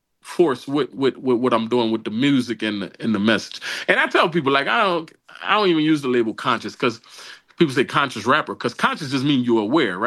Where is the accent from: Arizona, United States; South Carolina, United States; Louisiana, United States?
Louisiana, United States; New Orleans; I am New Orleans, but I'm also a global citizen, right?